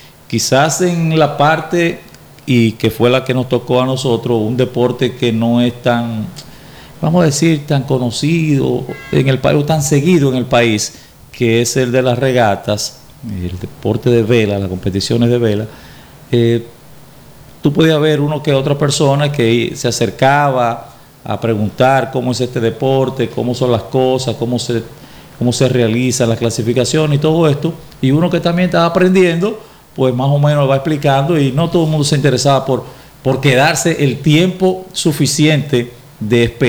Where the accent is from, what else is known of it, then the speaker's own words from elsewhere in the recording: Peravia, Dominican Republic; En el caso de nosotros, de la provincia de Peravia